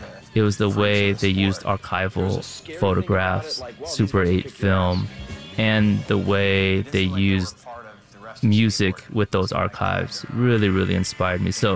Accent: Culver City, California, United States; So I'm also from the West Side, from Culver City, Venice area.

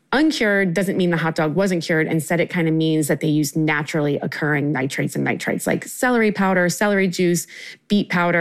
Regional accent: Maryland, United States; But growing up in Maryland, we didn't necessarily eat a lot of hot dogs.

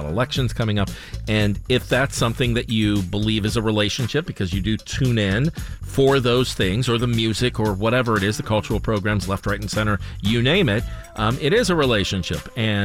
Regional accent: Seattle, Washington, United States; from Seattle, Washington, Pacific Northwest.

